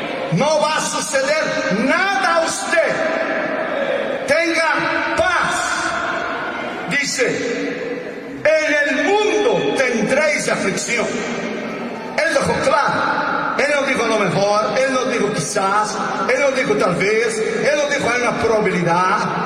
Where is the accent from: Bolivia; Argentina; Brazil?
Brazil; Spanish is a second language; now in United States; yo soy brasileño, nacionalizado norteamericano, pero mi corazón es verde amarelo. Pero nosotros tenemos una segunda ciudadanía. En mi caso yo tengo una tercera ciudadanía